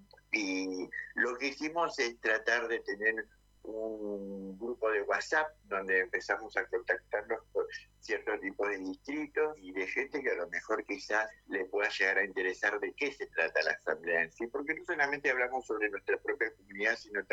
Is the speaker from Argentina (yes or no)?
yes; José C. Paz, Buenos Aires Province, Argentina; Yo soy oriunda igual de José C. Paz. Nací en José C. Paz